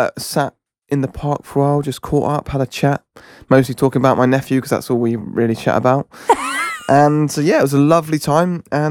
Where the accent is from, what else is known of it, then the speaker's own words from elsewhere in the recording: Brighton, South East England, United Kingdom; especially because I'm from Brighton.